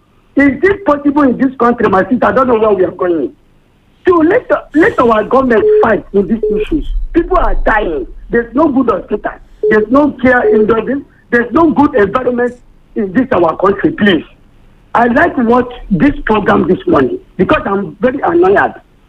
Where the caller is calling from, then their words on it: Ore, Ondo, Nigeria; I'm calling from Ore here.